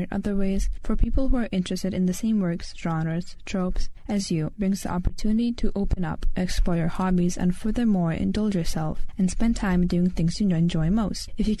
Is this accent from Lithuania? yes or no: yes; Lithuania; English is a second language